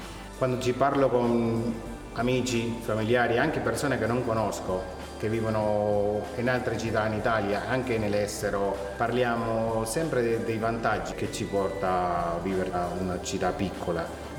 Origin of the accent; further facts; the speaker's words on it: Venezuela; moved away as an adult; now in Castel del Giudice, Italy; Sono originario dal Venezuela, vivo in Castel del Giudice da 4 anni con mia moglie, i miei figli